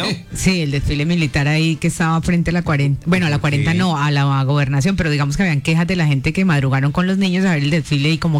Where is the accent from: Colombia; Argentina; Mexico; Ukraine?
Colombia; como buen colombiano, uno va, pues baja la velocidad para chismosear.